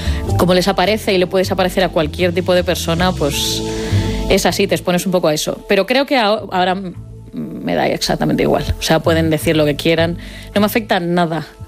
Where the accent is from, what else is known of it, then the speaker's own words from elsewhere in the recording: Vigo, Galicia, Spain; yo soy de Vigo, cuando vuelvo a Vigo, sí noto